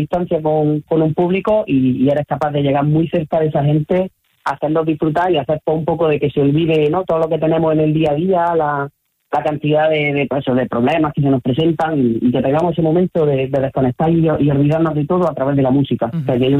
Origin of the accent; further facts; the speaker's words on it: Granada, Andalusia, Spain; moved away; Yo soy de Granada y me mudé por esta tierra hace 3 añitos.